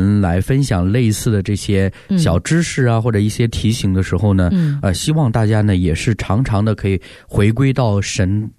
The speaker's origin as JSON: {"language": "Chinese", "country": "China"}